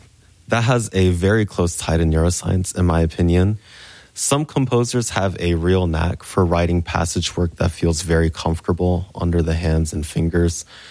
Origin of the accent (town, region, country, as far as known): Japan; born or raised there